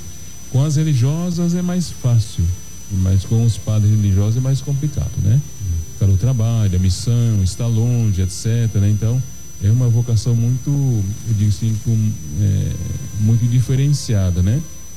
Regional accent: Toledo, Paraná, Brazil; moved away as an adult; Eu saí de casa com 18 anos de idade e nunca mais voltei para minha religião. Para minha religião, não, para minha região. Eu sou de Toledo, Paraná, nunca mais voltei até hoje.

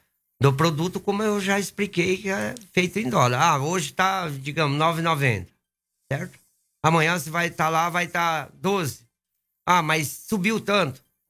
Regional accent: Brazil; eu sou natural de Sapema.

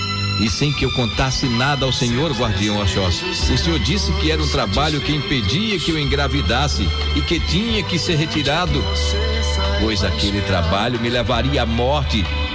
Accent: Sátiro Dias, Bahia, Brazil; sou de Sátiro Dias, na Bahia.

